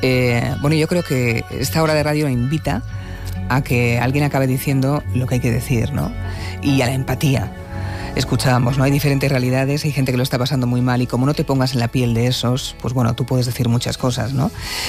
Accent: Altea, Valencian Community, Spain; El calorazo que sigue haciendo, por ejemplo, en lugares como mi tierra, en Levante, que no ha acabado el verano.

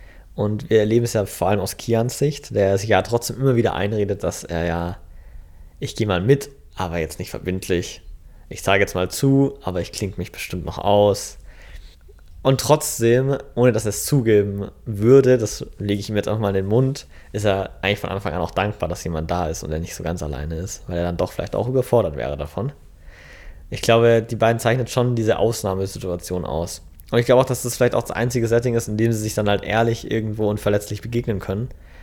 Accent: Germany; born there; first language German; ich dann eher als Deutscher wahrgenommen werden wollte, weil ich ja hier geboren bin und eben nur die deutsche Sprache spreche, also muttersprachlich.

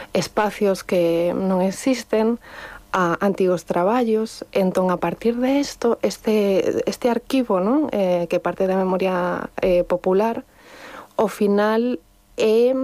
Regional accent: Sanxenxo, Galicia, Spain; now in Barcelona, Spain; Ven porque eu son de San Xenxo, que, como sabedes, é un pobo bastante turístico, e nací na Rúa Progreso. Entón, cando eu chego a Barcelona, múdome alí

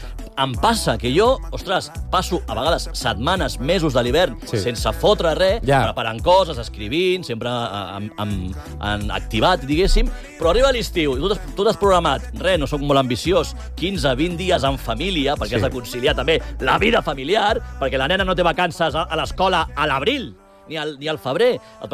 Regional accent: Galicia, Spain; now in Catalonia, Spain; jo que sóc de gallec, quan visito Galícia a l'hivern

